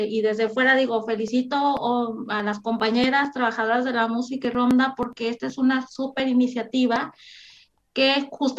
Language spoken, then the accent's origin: Spanish; Mexico; moved away as an adult; also born or lived in Barcelona; now in Chile; soy una mexicana que ha tenido la experiencia en México como música, en Barcelona como música y ahora en Chile